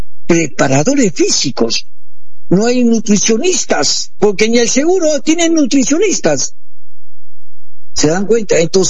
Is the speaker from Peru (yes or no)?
yes; Peru; ¿A quién no le gustaría como peruano de que acá haya un mundial?